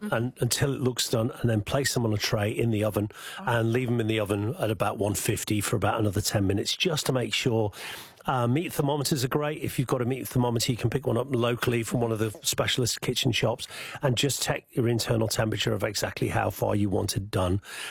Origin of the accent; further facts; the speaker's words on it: North West England, United Kingdom; accent: Scouse; There's my Scouse accent coming out.